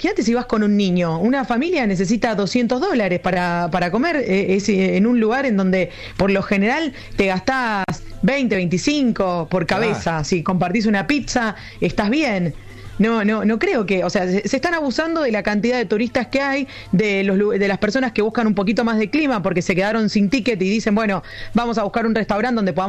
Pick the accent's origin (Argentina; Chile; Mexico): Argentina; Mendoza; Yo voy a decir algo de, como buena mendocina.